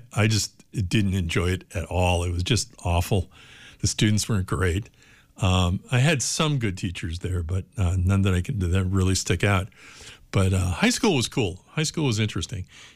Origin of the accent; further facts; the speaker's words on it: Watertown, United States; I grew up in Watertown.